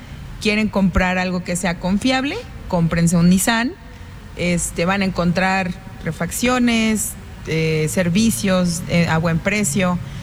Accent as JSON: {"language": "Spanish", "country": "Mexico", "said": "a festejar a México, que somos orgullosamente mexicanos aquí."}